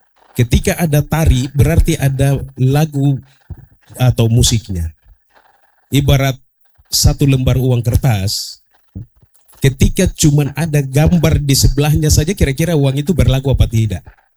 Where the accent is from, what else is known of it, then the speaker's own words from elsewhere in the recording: Papua, Indonesia; Ketika orang bilang hitam kulit, keriting rambut, ini saya Papua.